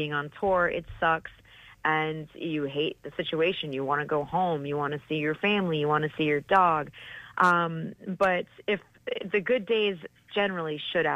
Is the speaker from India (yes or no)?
no; Michigan, United States; I grew up again in Michigan